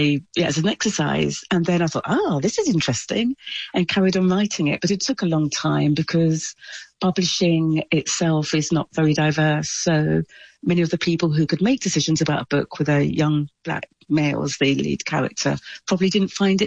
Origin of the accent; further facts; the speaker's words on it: Brighton, South East England, United Kingdom; So I grew up in Brighton in the 1970s.